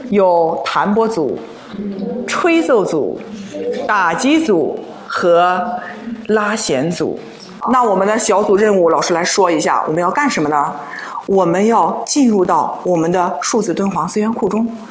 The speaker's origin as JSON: {"language": "Chinese", "region": "Shandong", "country": "China", "said": "我们山东省呢是作为孔孟之乡、礼仪之邦，我们的历史文化是非常的深远而且沉重"}